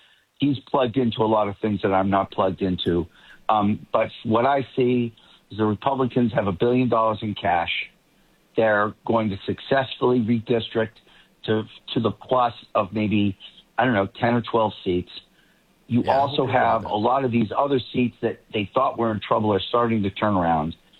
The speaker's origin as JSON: {"language": "English", "town": "Boston", "region": "Massachusetts", "country": "United States", "accent": "Boston", "said": "Now, I'm a little sensitive to it because, as you know, Mark, I've lost my accent."}